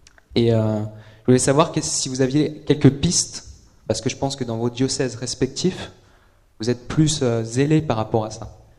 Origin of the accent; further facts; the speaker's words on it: Reims, Grand Est, France; donc je viens de Reims.